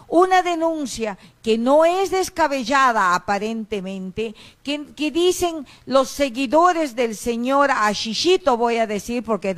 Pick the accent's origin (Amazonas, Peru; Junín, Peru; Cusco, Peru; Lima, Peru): Amazonas, Peru; Rodríguez de Mendoza